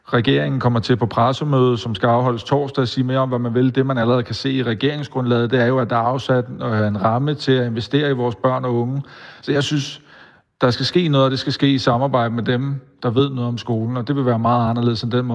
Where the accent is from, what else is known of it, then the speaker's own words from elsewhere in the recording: Køge, Zealand, Denmark; jeg er jo fra Køge, så jeg er jo født optimist